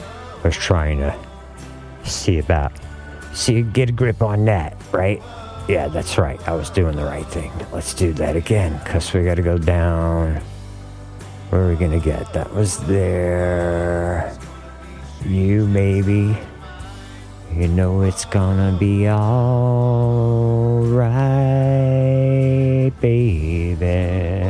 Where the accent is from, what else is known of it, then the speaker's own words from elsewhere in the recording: New York City, New York, United States; I grew up in the King's Mountain in Brooklyn.